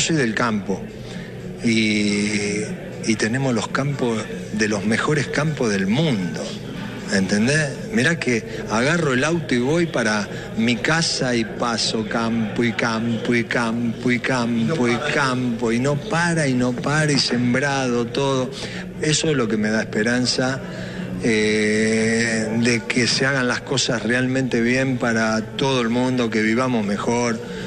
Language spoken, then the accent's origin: Spanish; Corral de Bustos, Córdoba, Argentina; A decir a mí que soy de Corral de Busto.